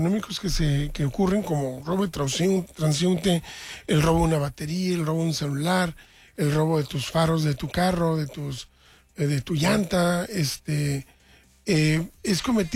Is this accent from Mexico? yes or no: yes; Mexico